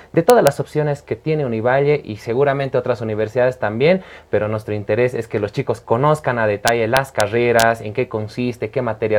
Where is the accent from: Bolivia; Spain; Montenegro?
Bolivia; Cochabamba; Como dice, soy de la Yacta.